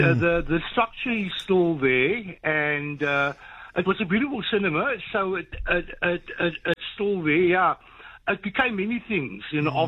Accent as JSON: {"language": "English", "town": "Hanover Park", "region": "Western Cape", "country": "South Africa", "also_born_or_lived": "Lansdowne", "said": "And like, I'm from a Hanover Park, we moved from Lansdowne. So the like in my area, the Capri's, I used to go there virtually every Saturday."}